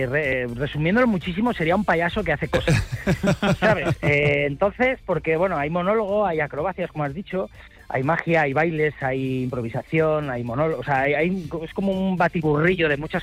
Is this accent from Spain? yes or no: yes; Alicante, Valencian Community, Spain; ya que yo soy valenciano, soy de Alicante, soy de la mayor Terretalmón.